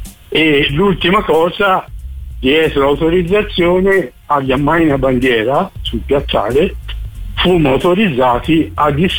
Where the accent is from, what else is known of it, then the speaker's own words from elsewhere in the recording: Siena, Tuscany, Italy; born there; Io senese di nascita, ma viola da sempre.